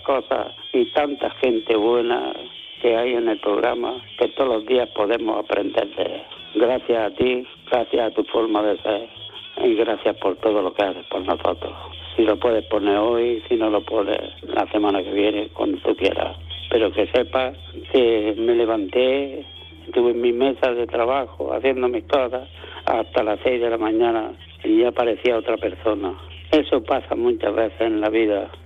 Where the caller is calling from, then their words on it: Almuñécar, Andalusia, Spain; de Almuñécar.